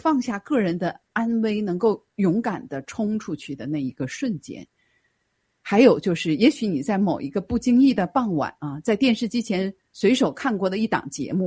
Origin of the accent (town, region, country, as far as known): China